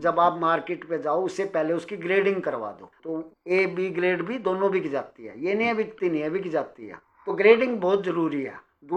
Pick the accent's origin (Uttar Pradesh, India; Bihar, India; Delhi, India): Delhi, India; मैं तो दिल्ली का ही रहने वाला हूँ